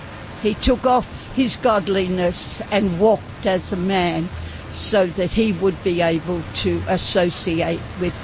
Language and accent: English; Australia; I'm an Australian, yes.